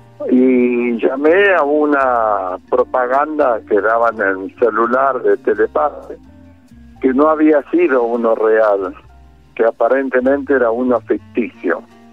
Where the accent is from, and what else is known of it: Caseros, Buenos Aires Province, Argentina